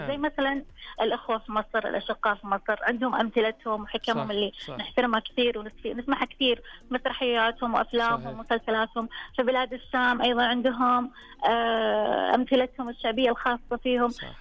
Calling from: Taif, Makkah Province, Saudi Arabia; من الطائف.

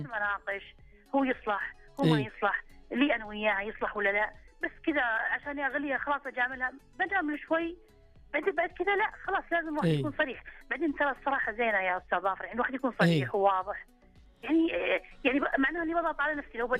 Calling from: Riyadh, Riyadh Province, Saudi Arabia; أنا كل من الرياض طبعا.

